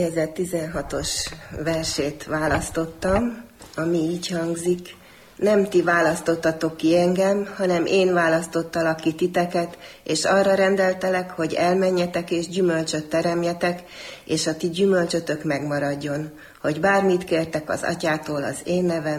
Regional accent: Debrecen, Hajdú-Bihar, Hungary; born there; also born or lived in Transylvania / Transcarpathia; Erdély és Kárpátalja Frigyéből születtem. Édesapám brassói, édesanyám Szolyván született. Én Debrecenben.

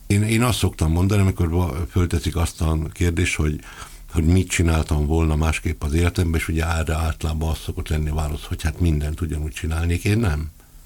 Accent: Somogy, Hungary; én egy vallásos, vagy hagyományosan vallásos családban nőttem föl. Ami azért annyit jelent, hogy itt, tehát nem voltak, tehát senki nem volt bigott vallásos a családban, ugyanakkor pedig hát egy templomba járó, a maguk módján a hitüket megvaló, ami egy Dunántúli, egy Somogy megyei faluban szokásos volt, ott a Balatontól nem messze.

